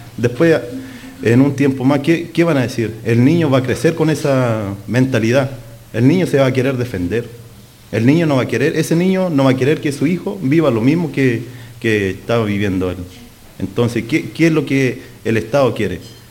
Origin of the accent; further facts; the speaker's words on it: Araucanía, Chile; no solamente yo vengo de Malleco, no solamente en Malleco